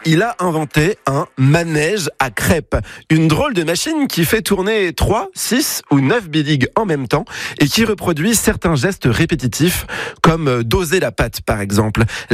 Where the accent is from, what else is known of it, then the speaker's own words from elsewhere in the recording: Plouharnel, Brittany, France; le marché nocturne de Plouarnel, mon village natal.